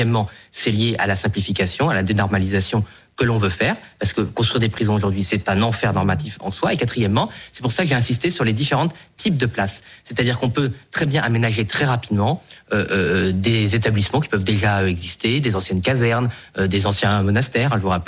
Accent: Boulogne-sur-Mer, Hauts-de-France, France; born there; Moi, je suis né à Boulogne-sur-Mer, bon, c'est les voisins, les Pays-Bas, on a nos amis belges entre les deux

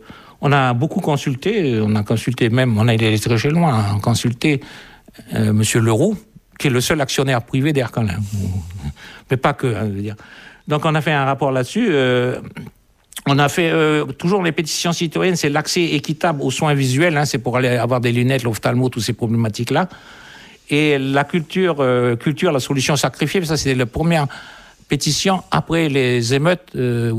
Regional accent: Mont-Dore, South Province, New Caledonia; born there; Enfin, moi, je suis né au Mont d'Or, donc je connais le Mont d'Or un peu.

